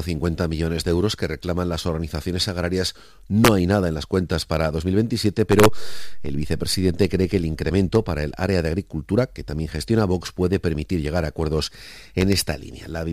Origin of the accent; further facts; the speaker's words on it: Plasencia, Extremadura, Spain; Hola, buenos días. … de Plasencia.